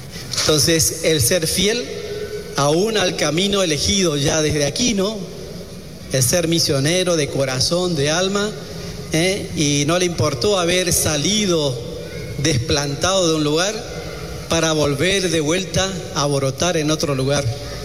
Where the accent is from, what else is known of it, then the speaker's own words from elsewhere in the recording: Argentina; moved away as an adult; now in Ecuador; cuando llegué aquí a Ecuador, yo llegué hace 3 meses aquí a Ecuador, soy argentino, y estuve por allá, por otras Amazonías